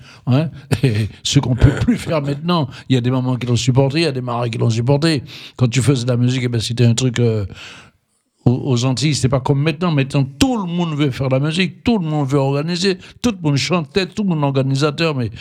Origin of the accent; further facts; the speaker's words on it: French Guiana; now in France; moi je suis Guyanais